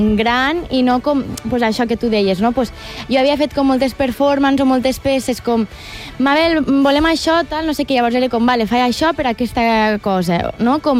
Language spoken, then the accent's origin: Catalan; Lleida, Catalonia, Spain; Soc de Lleida.